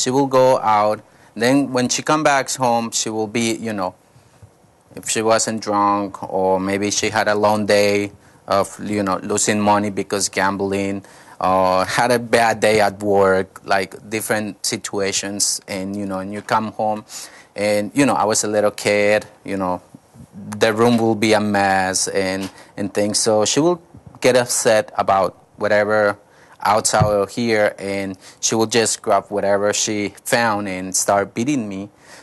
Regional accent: Bogota, Bogotá Capital District, Colombia; English is a second language; I grew up in the countryside of the main city, Bogota. So I'm from Colombia. The capital is Bogota. So I grew up outside the city till I was 5 years old with my grandma.

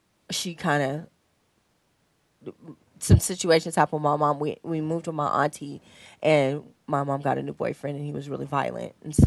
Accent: Berkeley, California, United States; born there; Well, I was born in Berkeley.

